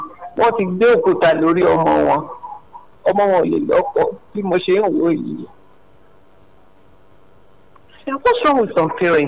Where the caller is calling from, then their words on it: Nigeria; I'm calling from Agbeleka.